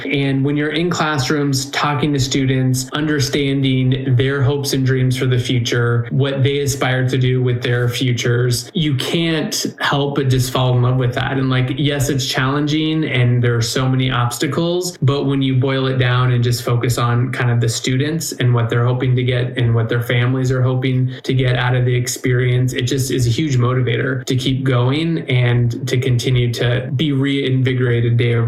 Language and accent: English; Nevada, United States; So I grew up here in Nevada. I'm a third generation Nevadan, and was the first in my family to go to college